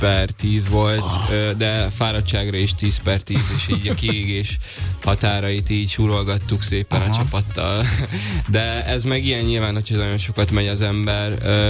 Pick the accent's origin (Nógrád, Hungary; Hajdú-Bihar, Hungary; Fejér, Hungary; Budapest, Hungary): Hajdú-Bihar, Hungary; Debrecen; Így van, szülővárosomból.